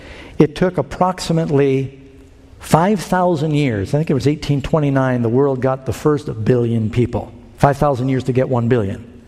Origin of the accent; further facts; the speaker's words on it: New York City, New York, United States; I grew up in New York City. That's a busy city. And it's a very populated city.